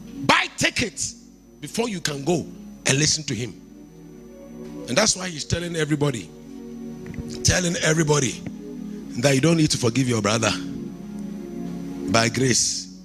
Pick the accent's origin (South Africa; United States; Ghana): Ghana; Kumasi, Ashanti; I come from Kumasi.